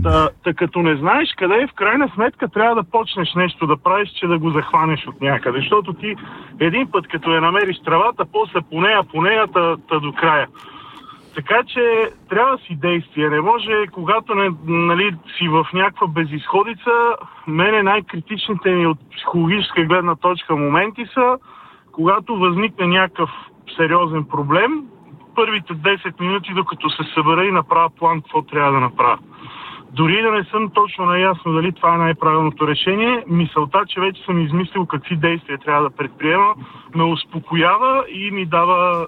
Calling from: Sofia, Sofia City, Bulgaria; Добро утро … от София.

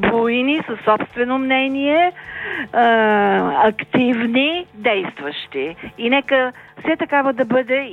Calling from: Sofia, Sofia City, Bulgaria; и съм от София

